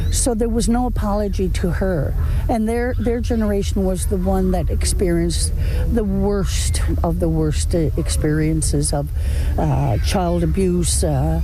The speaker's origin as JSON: {"language": "English", "town": "Makkovik", "region": "Newfoundland and Labrador", "country": "Canada", "lives_now": "Goose Bay, Canada", "said": "I'm originally from Mokovic. I've been living in Goose Bay for too many years, and I'm a residential school survivor."}